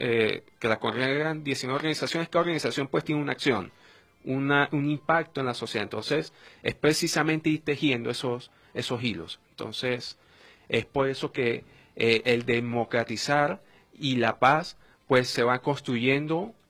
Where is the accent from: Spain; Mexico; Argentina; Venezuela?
Venezuela; somos venezolanos.